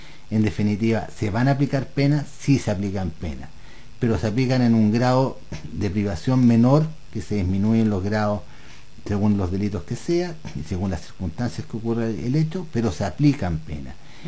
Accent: Chile; fiestas muy importantes que nos enorgullecen como chilenos, pero también tenemos que tener responsabilidad al momento de celebrar.

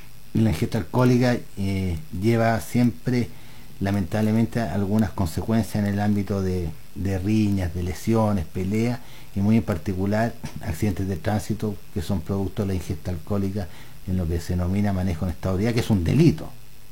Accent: Chile; fiestas muy importantes que nos enorgullecen como chilenos, pero también tenemos que tener responsabilidad al momento de celebrar.

